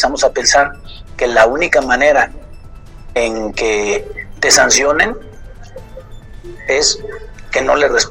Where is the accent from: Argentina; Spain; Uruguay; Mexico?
Mexico; somos todos los mexicanos